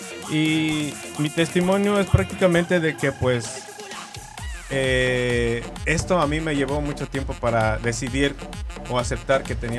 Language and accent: Spanish; Toluca, State of Mexico, Mexico; Yo soy de México, de Toluca